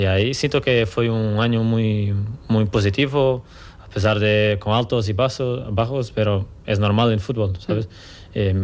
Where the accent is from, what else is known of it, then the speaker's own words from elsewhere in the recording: Algarve, Portugal; yo soy de sur de Portugal, Algarve, que es como un poco como aquí, como en Almería, la temperatura, mucho calor también, una ciudad muy pequeña también